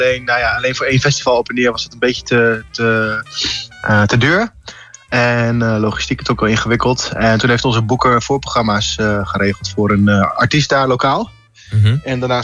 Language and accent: Dutch; Emmen, Drenthe, Netherlands; We komen natuurlijk zelf uit Emmen.